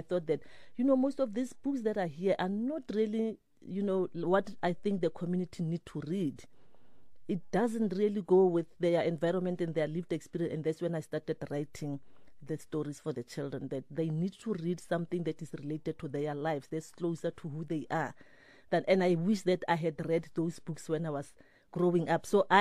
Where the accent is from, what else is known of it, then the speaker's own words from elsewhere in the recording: Kuruman, Northern Cape, South Africa; I started as a librarian in Kuruman, in my hometown